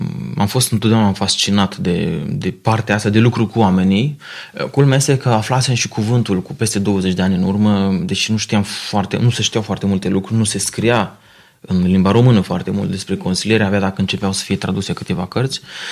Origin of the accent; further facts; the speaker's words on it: Romania; Pentru noi ca români nu avem o istorie foarte veche cu legată de consiliere